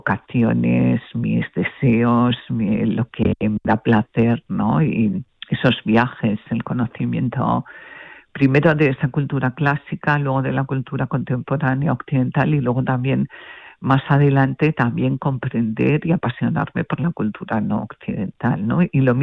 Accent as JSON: {"language": "Spanish", "country": "Spain", "said": "Como provengo de distintos sitios de España"}